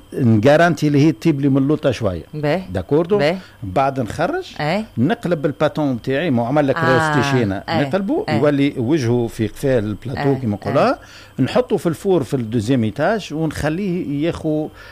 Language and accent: Arabic; Tunisia; moved away; احنا كتونسي